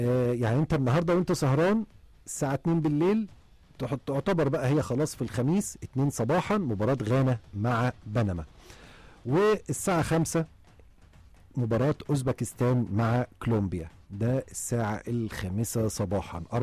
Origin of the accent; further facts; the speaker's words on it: Egypt; احنا كمصريين